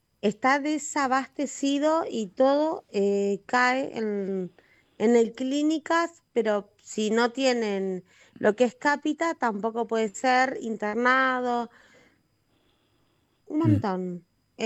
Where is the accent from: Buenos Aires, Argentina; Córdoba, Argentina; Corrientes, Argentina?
Buenos Aires, Argentina; Recoleta